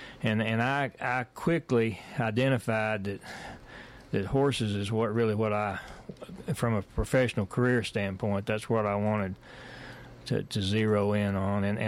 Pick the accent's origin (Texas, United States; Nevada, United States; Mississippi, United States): Texas, United States; Spearman; now in Guthrie, United States; Well, I grew up in Spearman, Texas, right up in the top of the panhandle near where you grew up, actually.